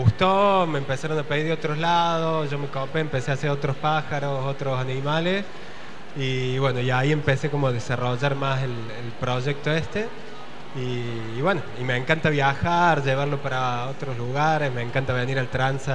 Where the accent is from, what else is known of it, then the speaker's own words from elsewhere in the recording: Córdoba, Argentina; soy de Córdoba